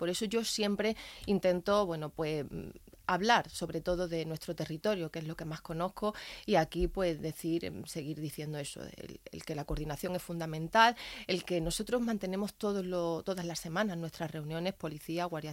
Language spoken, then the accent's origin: Spanish; Melilla, Spain; como melillense y como española